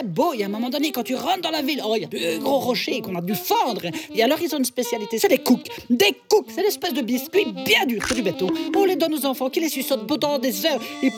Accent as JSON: {"language": "French", "country": "Belgium", "said": "de Belgique. Ben voilà, c'est peut-être pour ça que j'ai un accent finalement. Moi, je ne m'en rends plus compte."}